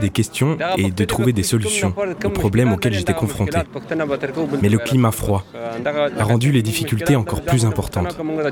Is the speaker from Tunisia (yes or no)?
no; Kapisa, Afghanistan; now in France; je suis originaire de la ville de Kapisa, en Afghanistan.